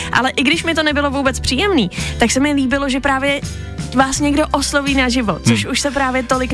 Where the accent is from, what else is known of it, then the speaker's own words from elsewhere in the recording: Prague, Czechia; říká: "Jsi z Prahy?" Nebo "Jsi z Prahy?" A já říkám: "Jo."